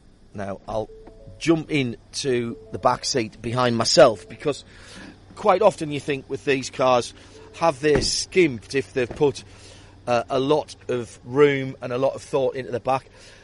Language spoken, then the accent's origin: English; North East England, United Kingdom; accent: northeastern; now in Australia; my northeastern accent.